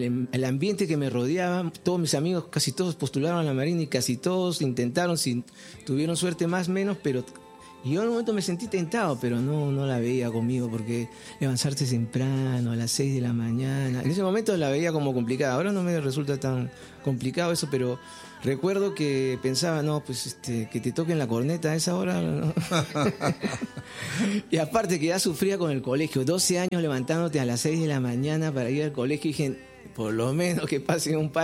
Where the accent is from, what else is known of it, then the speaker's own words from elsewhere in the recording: Lima, Peru; also born or lived in Callao; yo viví en Santa Catalina.